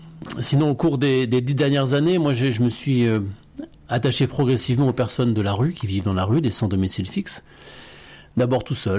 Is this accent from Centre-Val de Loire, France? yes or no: yes; Blois, Centre-Val de Loire, France; moved away as an adult; also born or lived in Bayeux, Normandy; now in Saintes, France; Alors je suis normand, je suis né dans le Calvados à Bayeux. Je suis fils unique, j'ai vécu une grande partie de mon enfance et de mon adolescence à Blois, dans une famille catholique et pratiquante.